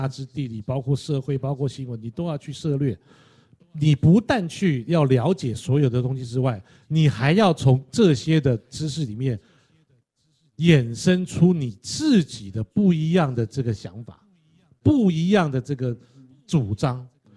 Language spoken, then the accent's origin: Chinese; Taiwan; 不需要挂什么样的一个标签，不用，我们就是台湾人，我们台湾说的相声，我们就有台湾特色的台湾的相声，